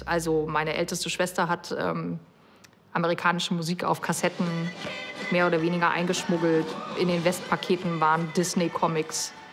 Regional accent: East Germany, Germany; Ich bin in Ostdeutschland groß geworden. Ich war 7, als die Mauer fiel.

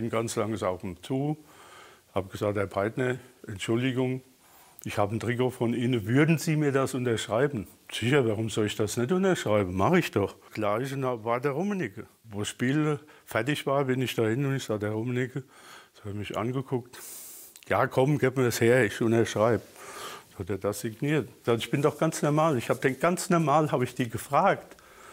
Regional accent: Rhineland-Palatinate, Germany; Und ich sagte, aus der Nähe von Mainz.

